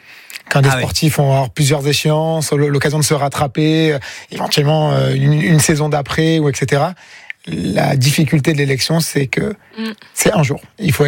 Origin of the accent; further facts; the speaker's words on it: Montpellier, Occitanie, France; Montpellier.